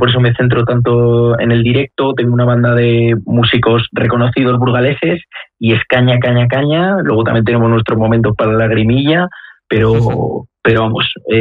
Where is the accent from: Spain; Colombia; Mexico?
Spain; Burgos, Castile and León; yo soy de Burgos ciudad, pero mi pueblo, que se llama Quintana Virgo, pues hay muchísima, muchísima gente vasca y bueno, que tenemos ahí carácter del norte y se nota un montón.